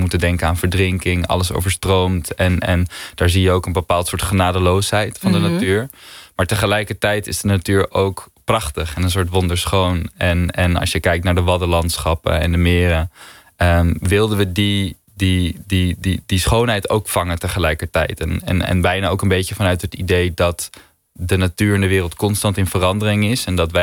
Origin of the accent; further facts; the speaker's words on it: Friesland, Netherlands; moved away as an adult; now in Amsterdam, Netherlands; Ik kom zelf uit Friesland. Dus ik ben sowieso opgegroeid. Ik wou niet zeggen op water, maar wel rondom water.